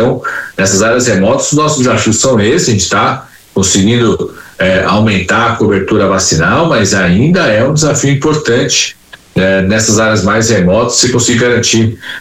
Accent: São Paulo, Brazil; Eu trabalhei muito tempo com população indígena, eu sou de São Paulo

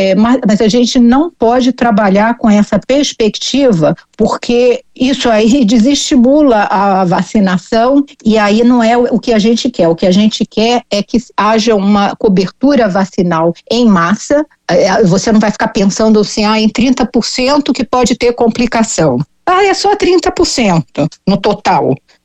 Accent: Rio de Janeiro, Brazil; Eu, por exemplo, sou do Rio, não temos essa orientação.

